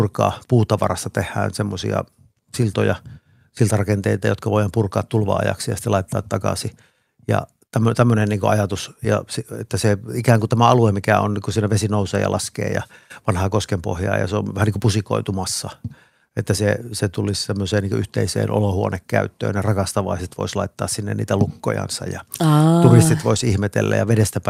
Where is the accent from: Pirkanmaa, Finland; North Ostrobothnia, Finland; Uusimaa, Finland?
North Ostrobothnia, Finland; Oulu